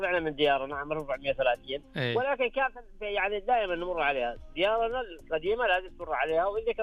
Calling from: Jazan Province, Saudi Arabia; من جيزان.

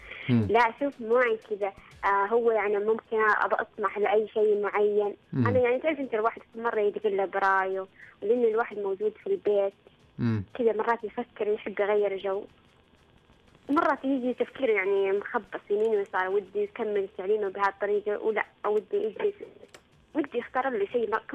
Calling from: Mecca, Makkah Province, Saudi Arabia; إحنا عندنا في مكة

